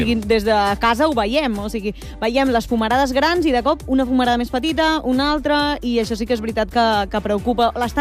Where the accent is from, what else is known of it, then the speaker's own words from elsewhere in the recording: Caldes de Montbui, Catalonia, Spain; Jo sóc de Caldes de Montbui